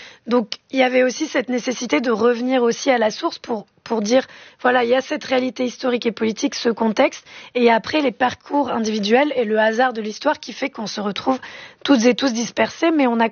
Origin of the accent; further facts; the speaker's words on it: France; born there; Nous, on est nés en France, on a une chance et on est privilégié parce que on est française, on a un passeport français